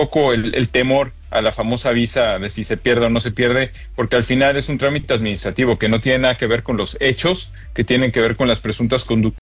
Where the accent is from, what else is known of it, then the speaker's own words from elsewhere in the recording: Mexico; La verdad es que nosotros como mexicanos debemos de asegurarnos de resolver nuestros propios problemas